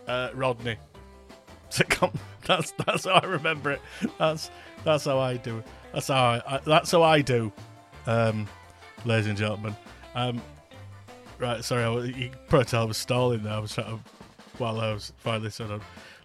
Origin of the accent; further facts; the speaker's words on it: Keighley, Yorkshire and the Humber, United Kingdom; They are from my hometown, Keighley.